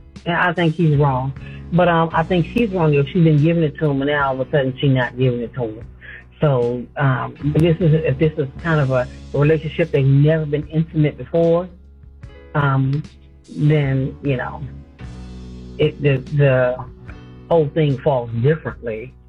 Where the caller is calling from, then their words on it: Rockville, Maryland, United States; I'm calling from Rockville, Maryland, regarding the 90-day rule.